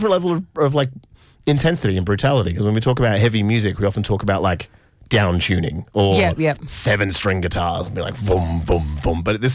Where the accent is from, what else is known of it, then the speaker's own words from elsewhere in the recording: Australia; being an Australian and a heavy music fan